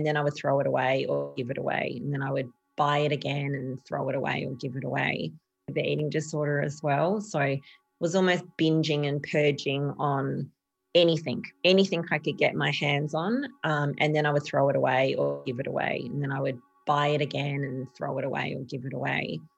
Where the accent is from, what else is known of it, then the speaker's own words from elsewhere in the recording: Adelaide, South Australia, Australia; I grew up in Adelaide's southern suburbs. It was a small hills community.